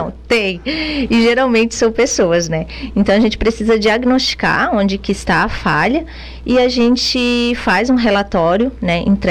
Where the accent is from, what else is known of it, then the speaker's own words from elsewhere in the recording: Jacinto Machado, Santa Catarina, Brazil; E nós somos de Jacinto Machado.